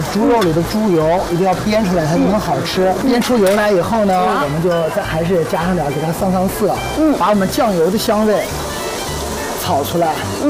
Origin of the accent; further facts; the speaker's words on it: Shanxi, China; 我们山西人